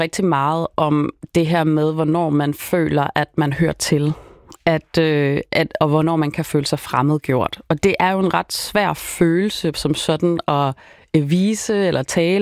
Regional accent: Sri Lanka; now in Denmark; selvom jeg er fra Sri Lanka og er tamiler.

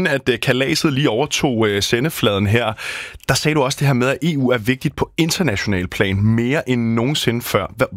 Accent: Bornholm, Capital Region of Denmark, Denmark; os som bornholmere her

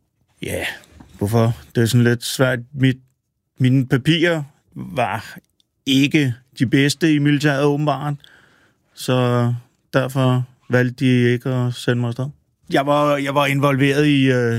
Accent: Copenhagen, Capital Region of Denmark, Denmark; Jeg er født og opvokset på Østerbro, ja.

